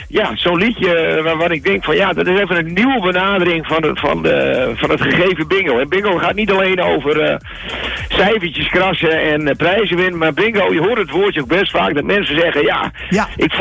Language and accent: Dutch; Groningen, Netherlands; born there; now in Amsterdam, Netherlands; Ik ben geboren in Groningen. Ik ben een half Groninger en een half Amsterdammer. Want ik woon de helft van mijn leven in Amsterdam. Een deel van mijn familie komt uit Amsterdam.